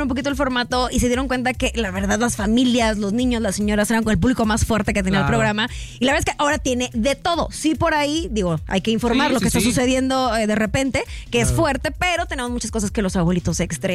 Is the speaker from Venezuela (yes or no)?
no; Monterrey, Nuevo León, Mexico; Sí, mira, soy de Monterrey, a lo mejor será como también chapada la antigua